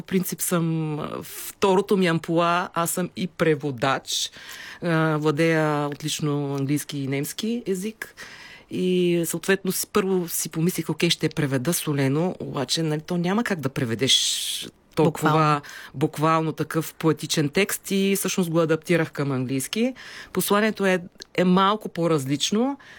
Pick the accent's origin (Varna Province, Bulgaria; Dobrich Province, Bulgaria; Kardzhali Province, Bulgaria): Dobrich Province, Bulgaria; Shabla; аз съм родом от Шабло, аз съм израснала на морето, то е изцяло в мен.